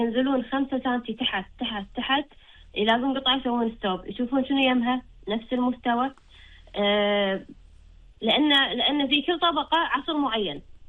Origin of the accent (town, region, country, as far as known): Kuwait